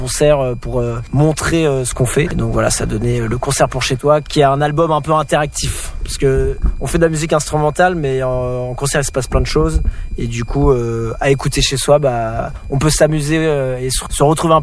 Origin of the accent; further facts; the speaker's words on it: Clamart, Île-de-France, France; Moi je suis originaire de région parisienne, de Clamart